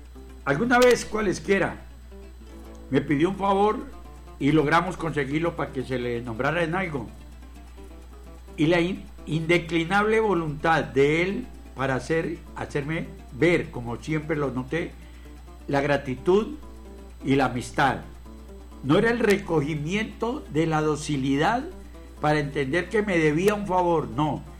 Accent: Puerto López, Meta, Colombia; born there; empecé en Cacho en la Manga, en Puerto López, cuando en Puerto López, los mismos de Puerto López, donde yo nací, donde me parió mi señora madre la motosa

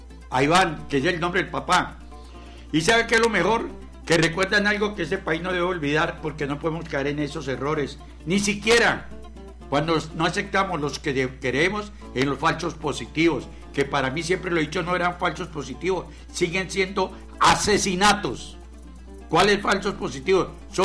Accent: Colombia; mi país, que es el país de mis hijos, de mis nietas y mis bisnietos

